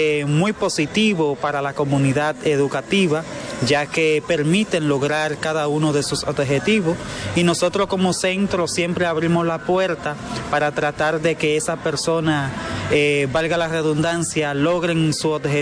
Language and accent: Spanish; Yaguate, San Cristóbal, Dominican Republic